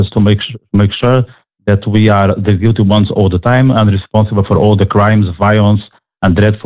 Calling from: Portugal; I'm Portuguese

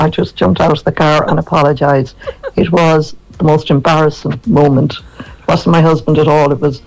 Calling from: Galway, County Galway, Ireland; here from Galway. We were at a party after Christmas a few years ago in Munro's in Galway.

